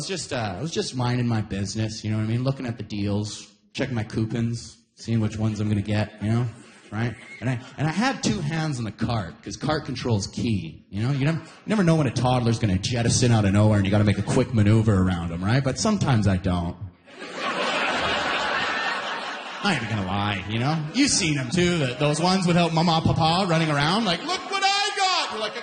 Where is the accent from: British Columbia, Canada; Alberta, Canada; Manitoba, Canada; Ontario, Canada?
Alberta, Canada; I lost 3 friends just because I'm from Alberta.